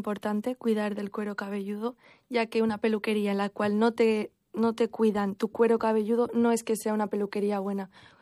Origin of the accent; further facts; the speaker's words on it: Monzón, Aragon, Spain; yo soy de Monzón, pero mi pareja es de Binéfar.